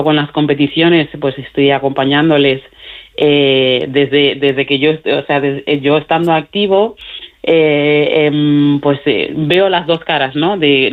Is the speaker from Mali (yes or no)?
yes; Mali; Hablo mejor el castellano y el gallego que mi propio dialecto. Ajá. Y la suerte que tengo es que tengo una pareja maravillosa que también es de Mali y estamos volviendo a retomar el dialecto.